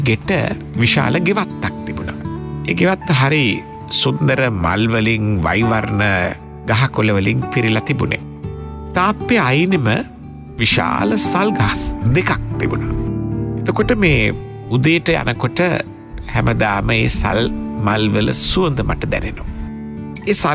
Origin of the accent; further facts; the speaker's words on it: Gampaha, Western Province, Sri Lanka; born there; මම පුංචි කාලේ පාසල් ගියේ ගම්පහ බණ්ඩාරනායක විද්‍යාලයට. බණ්ඩාරනායක විද්‍යාලය තියෙන්නේ මගේ ගෙදර ඉඳලා කිලෝමීටර් 4ක් වගේ දුරකින්